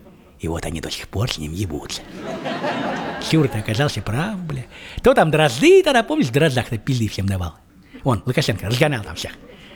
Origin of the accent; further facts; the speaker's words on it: Belarus; Мы же белорусы, мы родные, блядь, свои, сука, блядь.